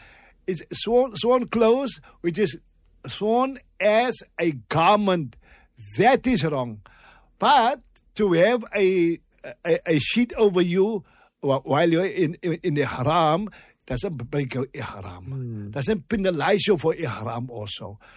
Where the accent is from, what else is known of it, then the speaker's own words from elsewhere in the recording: Cape Town, Western Cape, South Africa; we come from Cape Town. It is summer in December.